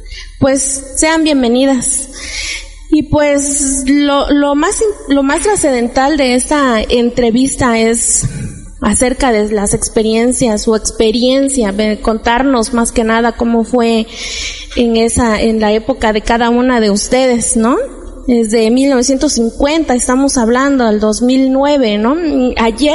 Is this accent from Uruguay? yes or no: no; Mexico; para nosotros como mexicanos es de gran trascendencia y de relevancia el festejar, el dar honor a nuestros héroes que nos dieron patria y libertad. Y bueno, en nuestro pueblo Santa Cruz Jocotlán